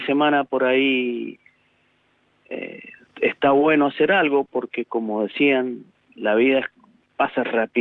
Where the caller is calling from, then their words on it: San Martín, Mendoza, Argentina; de San Martín, Mendoza.